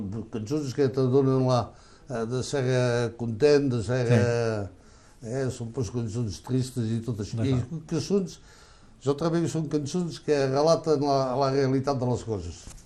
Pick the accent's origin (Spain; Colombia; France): France; I doncs som francès, som treballat en França, som tot el que vulguis i després som català. Bé, bon. Som pas catalanista.